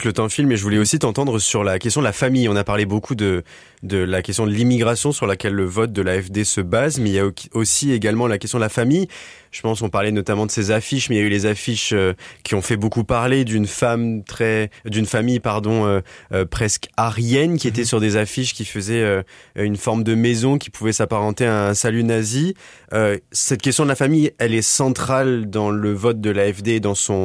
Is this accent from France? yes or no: yes; France; Moi, je suis français, donc c'est vrai que j'ai cette référence là